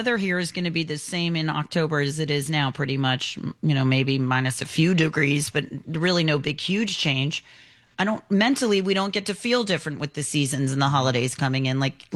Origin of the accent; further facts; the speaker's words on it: Maryland, United States; moved away; I grew up in Maryland.